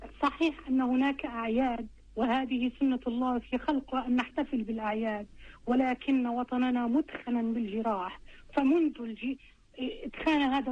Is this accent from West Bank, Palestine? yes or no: no; Gaza, Gaza Strip, Palestine; moved away; فنحن كفلسطينيين والتضييقات وخصوصا فلسطينيين غزة لا يمكننا الذهاب ولا يمكننا مشاهدة أهلنا